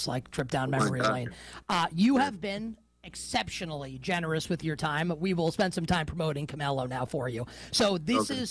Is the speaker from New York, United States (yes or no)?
yes; New York, United States; And look, I'm a New Yorker and I'm a Knicks fan